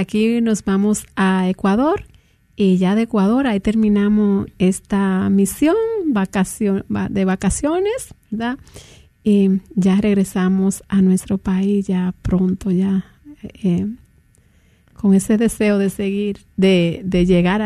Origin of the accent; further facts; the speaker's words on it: Dominican Republic; Me siento mitad dominicana y mitad mexicana también